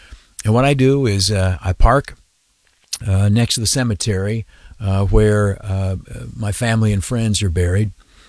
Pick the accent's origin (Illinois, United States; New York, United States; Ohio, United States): New York, United States; Canisteo; I went in the afternoon down to my hometown. I grew up in Canastillo, New York, in the southern tier in Steuben County.